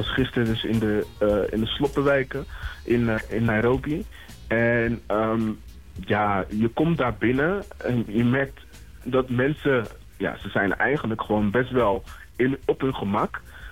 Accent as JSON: {"language": "Dutch", "country": "Suriname", "said": "het land waar ik zelf vandaan kom. Ik kom uit Suriname."}